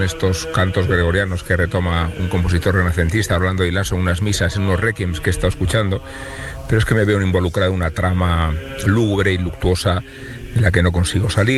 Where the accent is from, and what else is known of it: Salamanca, Castile and León, Spain